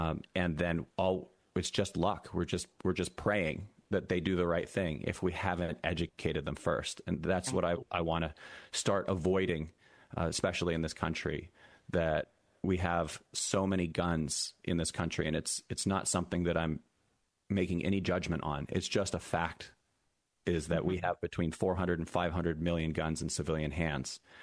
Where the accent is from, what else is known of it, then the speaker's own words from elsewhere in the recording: Massachusetts, United States; I come from Massachusetts myself. I was raised in Massachusetts.